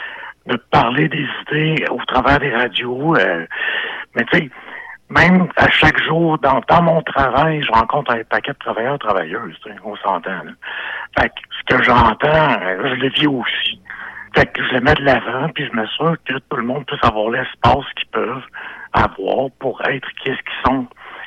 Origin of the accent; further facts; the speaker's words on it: Quebec, Canada; que je viens de Gaston, que je viens d'ailleurs, je viens du Québec, puis que mon implication politique continue ici aujourd'hui